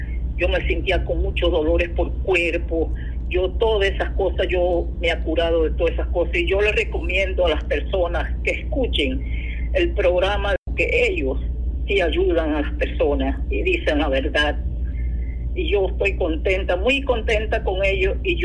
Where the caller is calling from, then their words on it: Arraiján, Panamá Oeste, Panama; De Arreján.